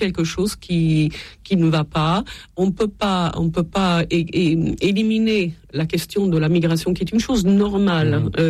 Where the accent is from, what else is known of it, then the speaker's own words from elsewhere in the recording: Italy; Vous savez, moi je suis italienne, je ne viens pas d'un pays...